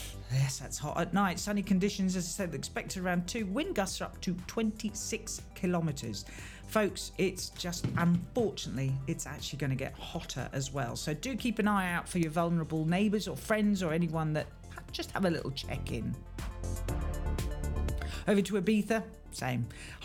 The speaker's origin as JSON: {"language": "English", "town": "Old Windsor", "region": "South East England", "country": "United Kingdom", "tie": "born or raised there", "moved": "yes", "said": "Let's check out my hometown. Not Escap there, the one before. Ola Windsor."}